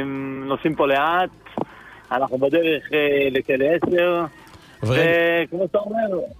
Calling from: Beit Shemesh, Jerusalem District, Israel

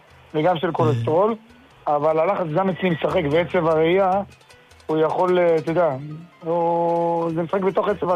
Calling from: the Krayot, Haifa District, Israel; אני מהקריות

